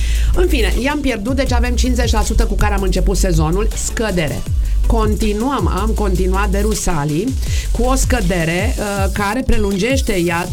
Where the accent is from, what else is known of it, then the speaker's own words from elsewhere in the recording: Romania; ca și români